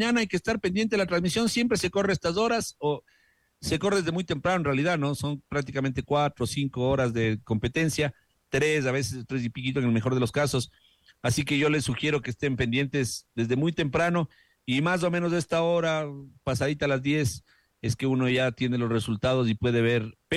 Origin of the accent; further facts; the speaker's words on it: Andes, Ecuador; ¿Y de dónde somos nosotros? De la montaña, pues de nuestros queridos Andes ecuatorianos, de donde también es Richard Carapaz.